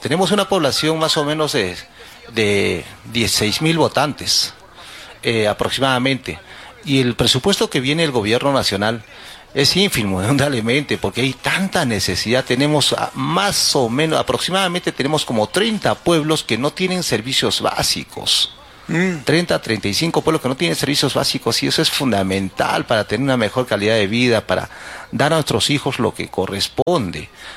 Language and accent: Spanish; Uchumayo, Arequipa, Peru; Provengo del Curral. Soy un candidato del Curral.